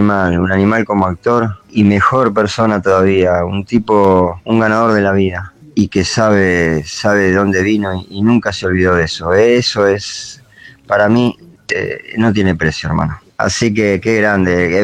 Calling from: Burzaco, Buenos Aires Province, Argentina; de Bursaco.

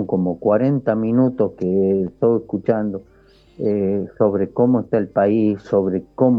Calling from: San Miguel de Tucumán, Tucumán, Argentina; San Miguel de Tucumán.

